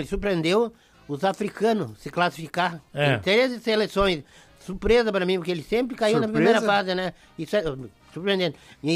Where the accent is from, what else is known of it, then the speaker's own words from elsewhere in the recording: Brazil; a gente é brasileiro